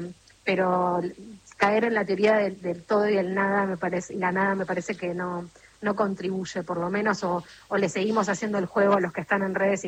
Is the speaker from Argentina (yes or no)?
yes; Argentina; Y me tocó como periodista ir a vivirlo ahí, como argentina también.